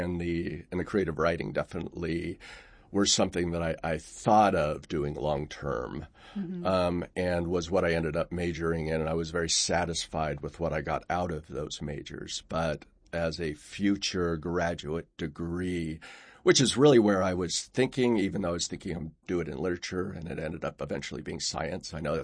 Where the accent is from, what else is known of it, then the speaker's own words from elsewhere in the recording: El Cajon, California, United States; I grew up in Southern California, so in a place called El Cajon, which is outside of just east of San Diego.